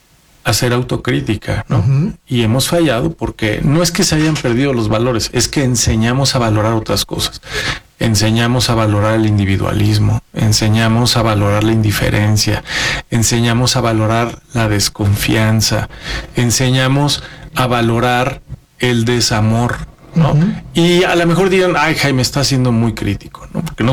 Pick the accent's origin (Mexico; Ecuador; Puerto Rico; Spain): Mexico; así somos los mexicanos